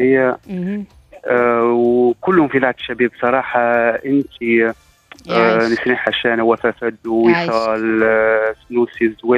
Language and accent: Arabic; southern Tunisia, Tunisia; احنا جماعة الجنوب